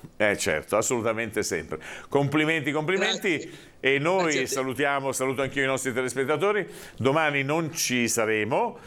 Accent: Liguria, Italy

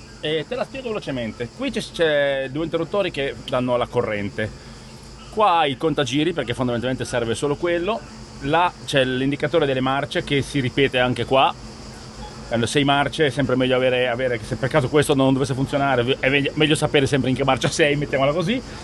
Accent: Liguria, Italy; Noi che siamo liguri ci guardiamo, sì, poi voglio dire, i soldi sono soldi

